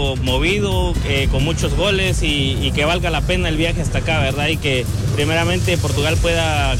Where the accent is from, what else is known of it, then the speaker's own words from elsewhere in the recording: Quetzaltenango, Guatemala; now in -; Venimos desde Quetzaltenango al partido.